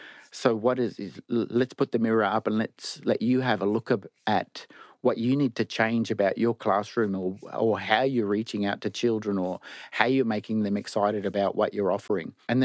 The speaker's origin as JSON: {"language": "English", "town": "Bundaberg", "region": "Queensland", "country": "Australia", "said": "I'm from Bundaberg, I was working in Cherbourg, and as a black fella"}